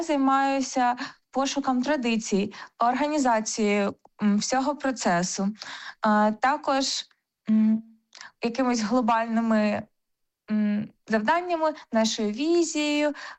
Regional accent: Sumy Oblast, Ukraine; а я якраз з Сумщини

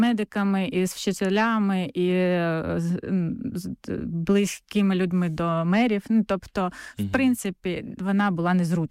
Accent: Melitopol, Zaporizhzhia Oblast, Ukraine; ми з Мелітополя

